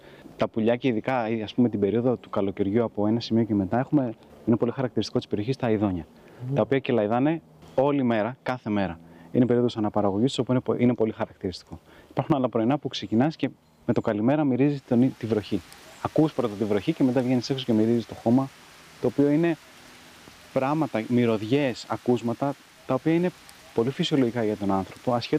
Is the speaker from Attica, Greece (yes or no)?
yes; Athens, Attica, Greece; Όχι, δεν είχα χωριό. Μεγάλωσα στο κέντρο τη Αθήνα.